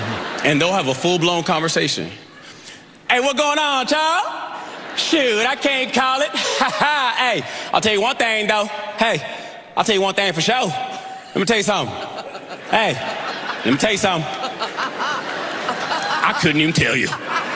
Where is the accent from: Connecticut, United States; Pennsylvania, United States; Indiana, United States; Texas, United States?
Texas, United States; And I was raised in Texas.